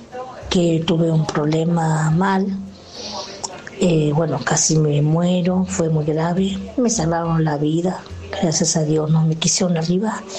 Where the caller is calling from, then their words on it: Ituzaingó, Buenos Aires Province, Argentina; de Ituzaingó